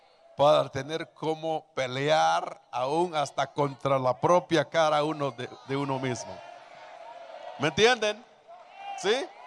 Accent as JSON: {"language": "Spanish", "country": "Mexico"}